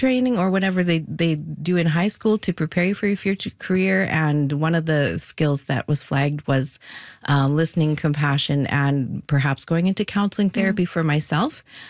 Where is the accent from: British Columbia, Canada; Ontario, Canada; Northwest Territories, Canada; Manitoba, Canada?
Manitoba, Canada; born there; especially in southern Manitoba, southeast Manitoba being what it is, there's a lot of religious orientation and Christianity.